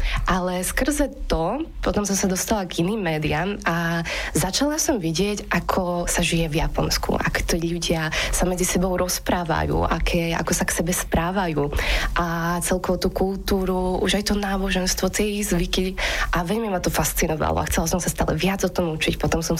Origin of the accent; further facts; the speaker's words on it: eastern Slovakia, Slovakia; Ja som zo Slovenska, z východného Slovenska konkrétne a študovala som tu na Bratislave na Komenskej univerzite odbor japonológia.